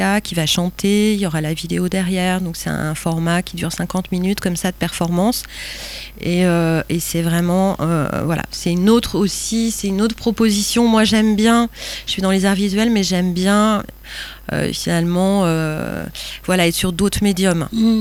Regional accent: Île-de-France, France; moved away as an adult; now in Sète, France; au départ de région parisienne, mais je vis à Sète depuis 3 ans, dans le sud de la France.

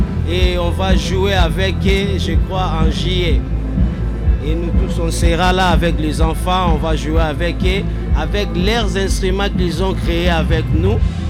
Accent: Kinshasa, DR Congo; chez nous à Kinshasa ou au Congo, en Afrique, il y a beaucoup de maladies qui viennent à travers des déchets.

